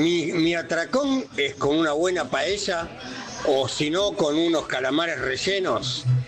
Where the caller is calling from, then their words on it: Virrey del Pino, Buenos Aires Province, Argentina; de Virrey del Pino.